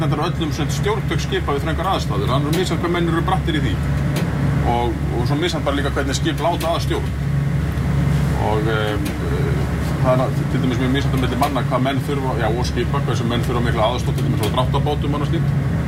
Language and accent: Icelandic; Grindavík, Southern Peninsula, Iceland; Ég kem úr Grindavík hérna, og býð þar